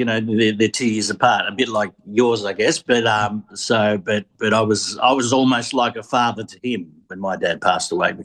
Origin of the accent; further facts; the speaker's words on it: Richmond, Victoria, Australia; also born or lived in East Doncaster; well, I grew up in Richmond, which was very Greek at the time, and I went to Richmond High School, and there was probably 90% Greeks there.